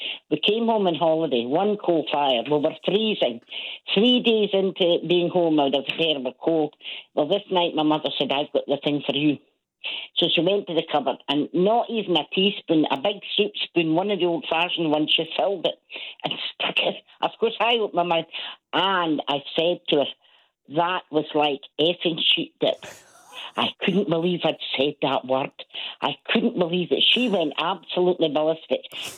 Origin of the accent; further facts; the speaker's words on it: Scotland, United Kingdom; moved away as an adult; also born or lived in Glasgow; I was brought up in a non-swearing household, and I went to do my nurse's training in Glasgow. I was brought up outside Pitlochry